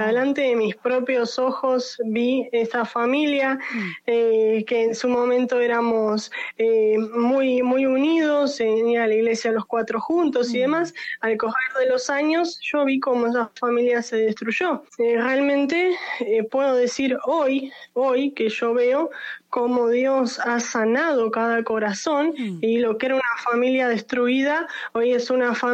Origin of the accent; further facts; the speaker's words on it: Buenos Aires, Argentina; tengo 24 años, soy de Buenos Aires